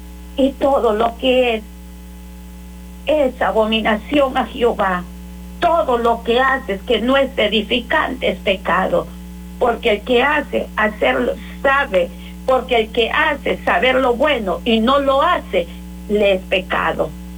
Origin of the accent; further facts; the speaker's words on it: Honduras; moved away; en mi país Honduras